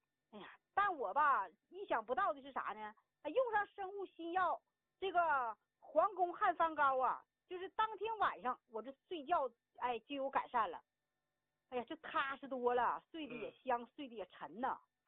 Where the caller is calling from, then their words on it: Daqing, Heilongjiang, China; 常老师啊，你看能不能给我留2个名额呀？我是大庆的。